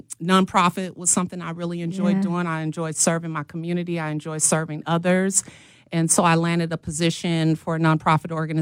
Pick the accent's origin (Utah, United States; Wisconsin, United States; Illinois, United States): Wisconsin, United States; Milwaukee; Who grew up in Milwaukee, Wisconsin on 40th and Hampton. I attended Bayview High School.